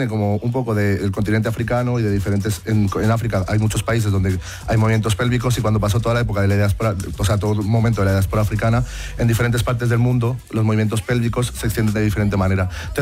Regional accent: Colombia; now in Peru; Sí, soy colombiano.

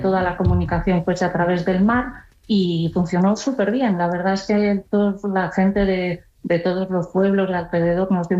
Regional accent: Ferrol, Galicia, Spain; yo soy de Ferrol y es verdad que en esa comarca siempre se tocó muy bien y se cantó muy bien, es una comarca especialmente musical

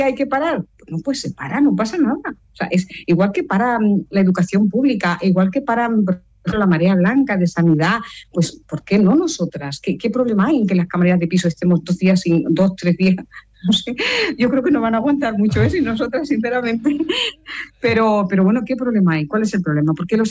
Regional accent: Lloret de Mar, Catalonia, Spain; yo vengo de la Costa Brava, de Lloret de Mar

